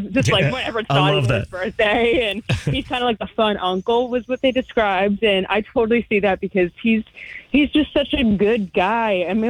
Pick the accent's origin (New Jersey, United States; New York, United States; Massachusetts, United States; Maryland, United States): Massachusetts, United States; Boston; also born or lived in Charlottesville, Virginia; I'm from Boston, so we had one around me growing up. I also lived in Virginia for a couple years, and we had one in Charlottesville where I live there too.